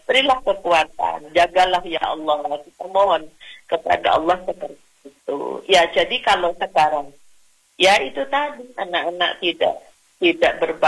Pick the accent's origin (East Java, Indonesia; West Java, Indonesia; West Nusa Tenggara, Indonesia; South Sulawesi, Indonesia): East Java, Indonesia; Walaupun saya dari Madura ya, ada unggah-ungguhnya.